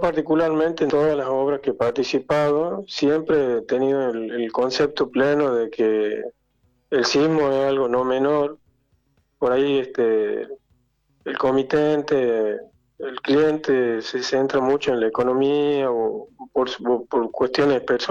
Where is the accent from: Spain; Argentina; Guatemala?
Argentina; San Miguel de Tucumán, Tucumán; born there; Sí, yo soy nacido en San Miguel de Tucumán.